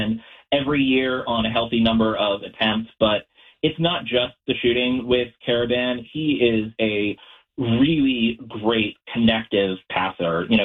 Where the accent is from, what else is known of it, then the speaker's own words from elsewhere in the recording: New York City, New York, United States; now in Sacramento, United States; So I am from New York City, but I've lived in Sacramento for the last half decade, and I've been a Kings fan.